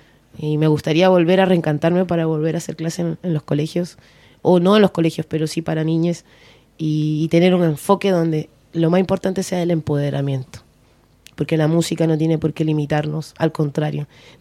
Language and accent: Spanish; Peru; moved away as an adult; now in Chile; vine a los 19. Tengo un año más aquí viviendo en Chile. O sea, yo soy mitad chilena, mitad peruana. Tengo una esencia y unos valores bien peruanos